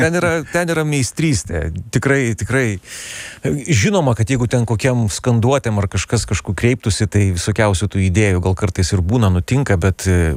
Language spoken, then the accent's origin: Lithuanian; Vilnius, Vilnius County, Lithuania; born there; aš esu vilnietis, gimęs Vilniuje, mano tėvai vilniečiai.